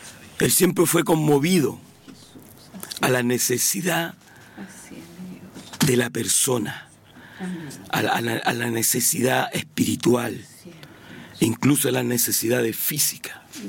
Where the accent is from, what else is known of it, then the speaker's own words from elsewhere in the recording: Chile; aunque somos chilenos, ¿cierto? Somos chilenos, nacimos en esta tierra, somos chilenos